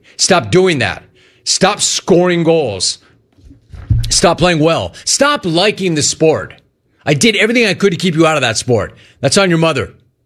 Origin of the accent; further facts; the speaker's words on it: Los Angeles, California, United States; born there; Does Wiki still say that I was born in Tarzana? Also not accurate. I'm not from Tarzana. I'm not from Chatsworth. I was born in Los Angeles.